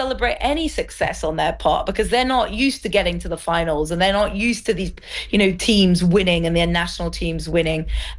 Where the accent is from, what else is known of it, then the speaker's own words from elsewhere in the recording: Portugal; moved away; I'm originally from Portugal